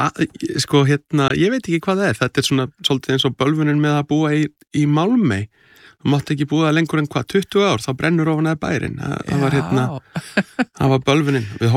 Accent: North Iceland, Iceland; Ég finn það, ég er að norðan, en ég er bara Íslendingur.

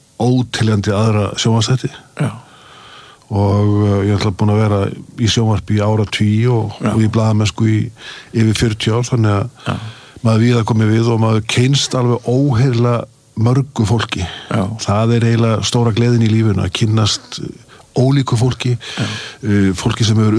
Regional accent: Akureyri, Northeastern Region, Iceland; Það var alltaf dásamlega að alast upp á Akureyri.

